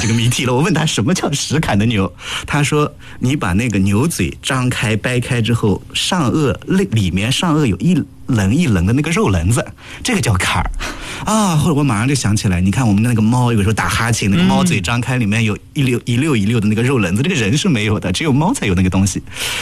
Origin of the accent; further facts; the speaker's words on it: Gansu, China; moved away; 一直到有一年我回老家，我老家甘肃的